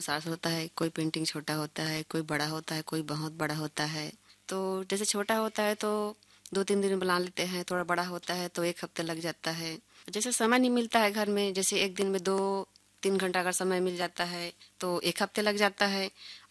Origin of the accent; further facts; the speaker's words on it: Parsapali, Chhattisgarh, India; परसापाली की रहने वाली हूँ।